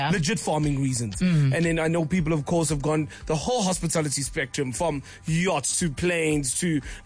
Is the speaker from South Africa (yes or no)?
yes; South Africa